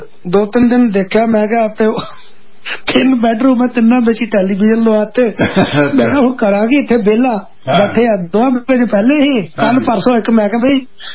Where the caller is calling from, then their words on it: Chandigarh, India; ਕਦੀ ਸਾਡੇ ਇੱਧਰ ਚੰਡੀਗੜ੍ਹ ਵਾਲੇ ਪਾਸੇ ਚੱਕਰ ਲੱਗੇ ਤਾਂ ਆਓ ਦਰਸ਼ਨ ਦਿਓ।